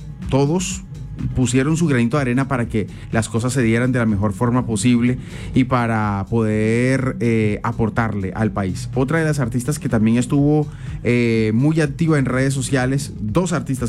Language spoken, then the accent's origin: Spanish; Colombia; Yo creo que es algo que, hombre, nos llena de orgullo como colombianos.